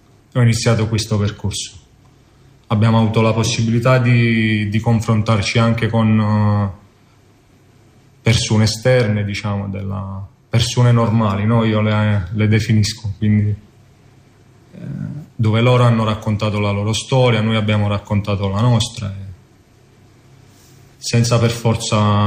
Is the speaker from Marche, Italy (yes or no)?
no; Naples, Campania, Italy; sono di Napoli, ho 32 anni